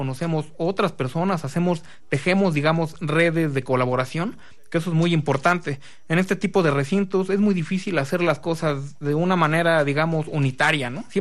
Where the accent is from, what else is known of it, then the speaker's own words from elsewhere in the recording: Mexico; como mexicano pues conozcamos nuestra historia.